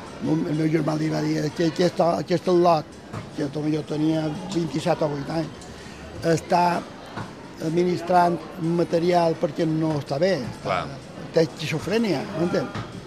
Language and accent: Catalan; Palma, Balearic Islands, Spain; born there; Jo vaig néixer en el Matadero. M'entén, ma mare pelava peus i jo em fotien a dins un meriquenota i me tiraven un racó. Això és així. Quan vaig començar a caminar, ma mare pelava peus i jo estava a 50 metres de la nave dels xocs, de l'escorxó de Palma.